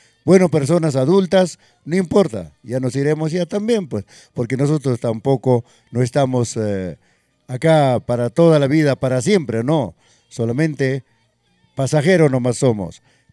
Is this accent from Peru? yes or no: yes; Huaraz province, Independencia district, Ancash, Peru; nuestra provincia de Huaraz, nuestro distrito de Independencia